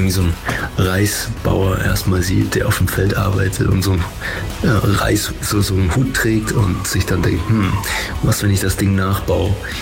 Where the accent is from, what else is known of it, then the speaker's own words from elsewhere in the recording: Nuremberg, Bavaria, Germany; Ich grüße alle Nürnberger. Ich bin stolzer Nürnberger